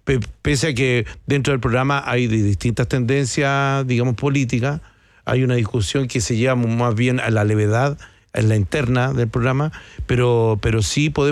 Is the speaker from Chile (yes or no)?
yes; Chile